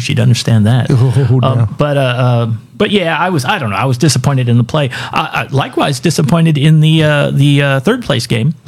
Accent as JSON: {"language": "English", "country": "United States", "said": "I'm American."}